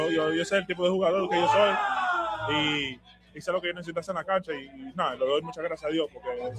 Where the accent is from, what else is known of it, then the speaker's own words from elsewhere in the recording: Dominican Republic; eso es algo que yo crecí jugando, como yo crecí jugando para los soy dominicano, eso es lo que hacemos todo el tiempo.